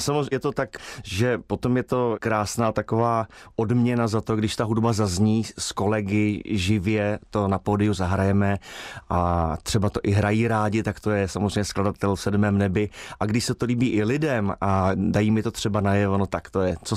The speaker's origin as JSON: {"language": "Czech", "region": "South Bohemian Region", "country": "Czechia", "tie": "born or raised there", "said": "je to jakási podsta mému rodnému kraji, protože má podtitul Šumavská"}